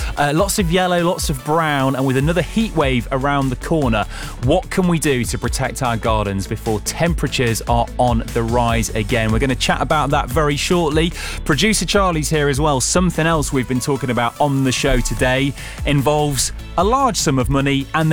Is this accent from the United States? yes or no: no; United Kingdom; as British people